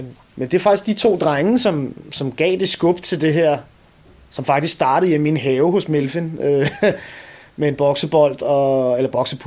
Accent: Amager, Capital Region of Denmark, Denmark; Jeg er selv fra Amager, selv. Alle mine 37 år har jeg boet her.

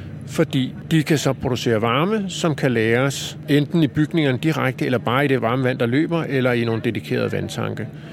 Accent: Copenhagen, Capital Region of Denmark, Denmark; som københavner

